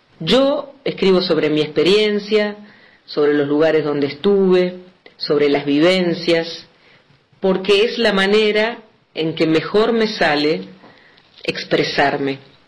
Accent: La Plata, Buenos Aires Province, Argentina; born there; also born or lived in Neuquén; now in Londres, Argentina; nacida en La Plata, soy docente, viví muchos años en Neuquén y viví años en otras partes también. En este momento vivo en Londres, departamento de Belén, provincia de Catamarca.

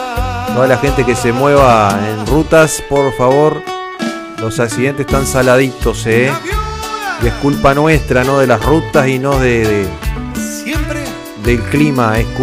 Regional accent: Aiguá, Maldonado, Uruguay; moved away; llegó un mensaje de mi ciudad natal, de la ciudad de Aiguá.

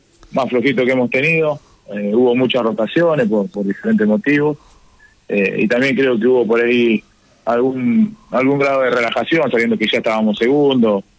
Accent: Sierra Grande, Río Negro, Argentina; moved away; yo soy de Sierra Grande

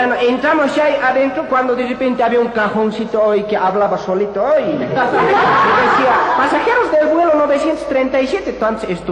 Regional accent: Bolivia; Como los bolivianos no tenemos mar, no sabemos nadar.

